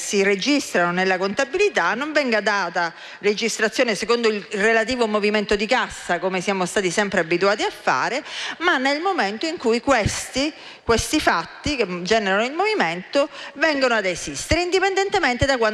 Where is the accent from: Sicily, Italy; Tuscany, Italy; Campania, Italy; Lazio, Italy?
Sicily, Italy; da siciliana e quindi da persona del sud